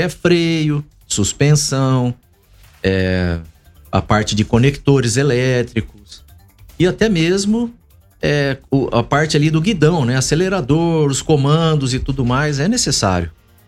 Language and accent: Portuguese; Bauru, São Paulo, Brazil; moved away as an adult; now in Piraju, Brazil; eu sou de Bauru.